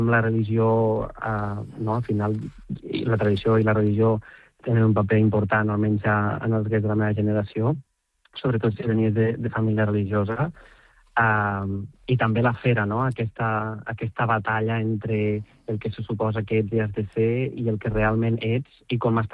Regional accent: Catalonia, Spain; perquè jo soc de Ponent i hi ha un paisatge de Terra Baixa que em ressona molt

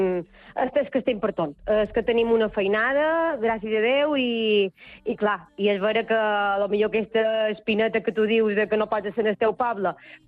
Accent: Montuïri, Balearic Islands, Spain; com a Montuïrera

